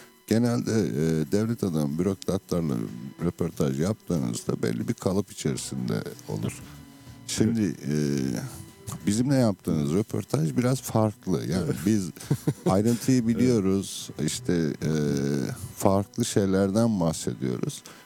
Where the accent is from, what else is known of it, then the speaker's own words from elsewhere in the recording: Afyonkarahisar, Turkey; Hadi ben Afyonluyum da Sayın Valim o da bir geçen, Afyonlu gibi gayret ediyor.